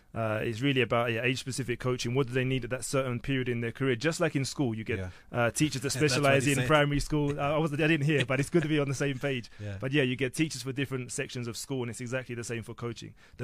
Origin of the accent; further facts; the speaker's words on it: England, United Kingdom; moved away; I grew up in England. So I went to Brunel University in West London.